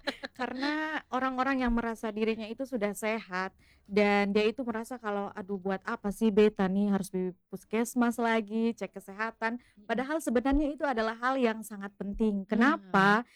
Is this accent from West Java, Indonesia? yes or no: no; Kupang, East Nusa Tenggara, Indonesia; kita sebagai orang Kupang ya, kita orang NTT lah, orang Kupang. Di sini saya kan juga orang Kupang nih, Kak.